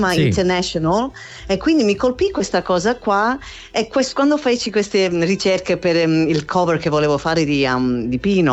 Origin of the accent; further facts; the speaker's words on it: Australia; first language English; Italian is a second language; Poi io sono australiana, sono madrelingua inglese